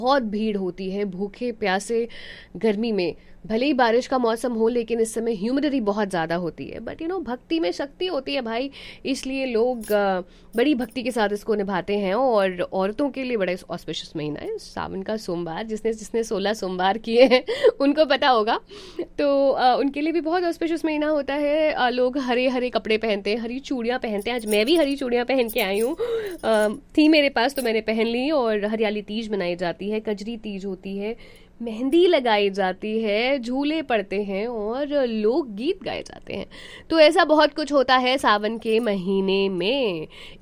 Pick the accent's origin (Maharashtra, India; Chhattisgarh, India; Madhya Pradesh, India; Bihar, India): Bihar, India; मुझे पता है मैं बिहार से हूँ तो लोग बाबा धाम जाते हैं, पैदल चलते हैं